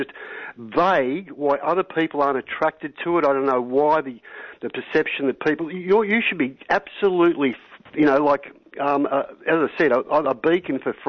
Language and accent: English; Australia; I am, you know, an eighth generation Australian where my forefathers built and fought in wars